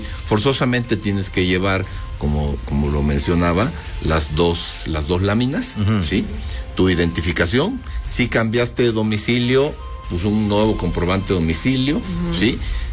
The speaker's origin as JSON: {"language": "Spanish", "country": "Mexico", "said": "Recuerden que siempre como mexicanos dejamos las cosas al final."}